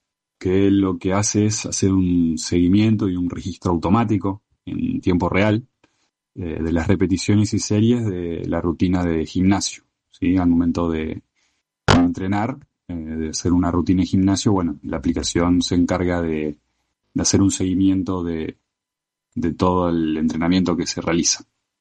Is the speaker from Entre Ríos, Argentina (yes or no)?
yes; Paraná, Entre Ríos, Argentina; also born or lived in Santa Fe, Argentina; Tengo 31 años, nací en Santa Fe, pero vivo en Paraná desde los 5 años.